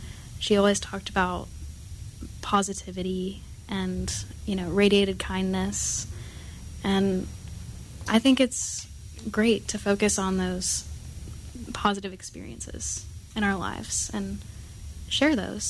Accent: Kansas, United States; moved away as an adult; I'm from outside of Kansas City, Kansas. I was raised there, and I lived there until I was 18 years old.

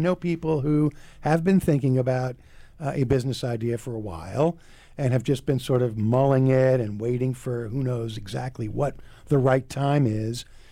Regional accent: Boston, Massachusetts, United States; I grew up in Boston

